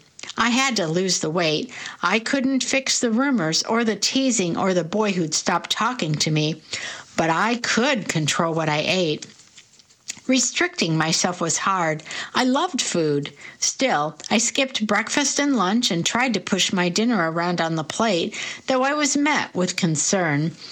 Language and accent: English; Roanoke, Virginia, United States; I grew up in Roanoke, Virginia, the second of four children.